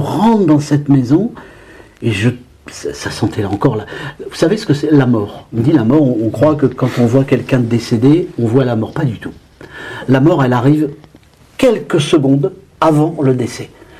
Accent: Hauts-de-France, France; born or raised there

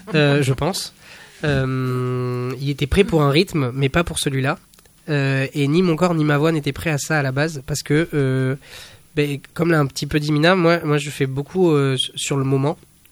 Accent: La Brède, Nouvelle-Aquitaine, France; born there; moi, je viens de ce village de La Brède. La Brède, il faut savoir, c'est un village avec à peu près 4000 habitants, 4-5 000 habitants aujourd'hui.

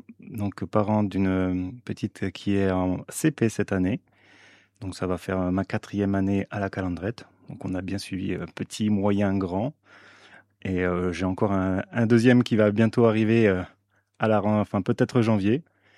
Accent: Réunion; Non, parce qu'en fait, moi, je viens de l'île de la Réunion. Donc, je suis plus sur les langues créoles.

